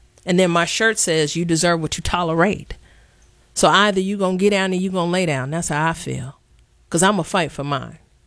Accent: Chicago, Illinois, United States; born there; I grew up with it in Washington Park, too.

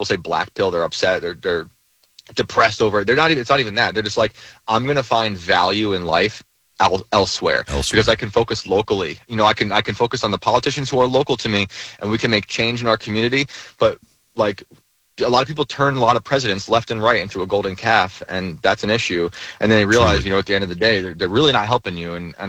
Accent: New York, United States; now in West Virginia, United States; And I live in a really awesome area of West Virginia. I love West Virginia. I'm from New York originally.

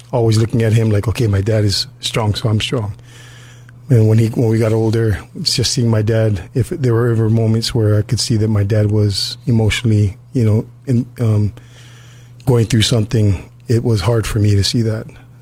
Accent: Colorado Springs, Colorado, United States; also born or lived in Chipley / Hawaii; Well, I was born here at the Big Pink Hospital, Chipler. And within a year's time from being born there, we moved to Colorado Springs. So much of my childhood was in Colorado Springs

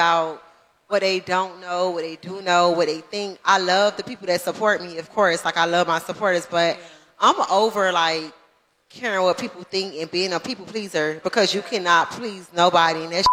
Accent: Opa-locka, Florida, United States; I was born and raised in Opa-locka

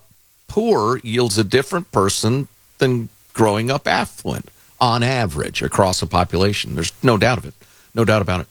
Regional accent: United States; born there; I pray, thank you, Jesus, that I was born in America to two great parents who loved me, cared for me, and taught me how to be a good man.

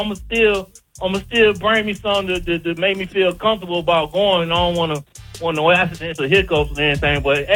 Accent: Portsmouth, Virginia, United States; I'm from Portsmouth, but I'm going to the car show in Hampton.

